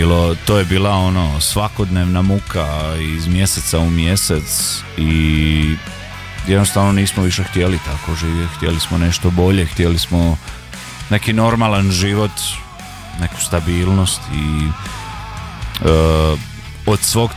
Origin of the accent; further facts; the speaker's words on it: Valpovo, Osijek-Baranja County, Croatia; oni su iz Županje, ja sam iz Valpova. Oba mjesta su, znaš, Slavonci smo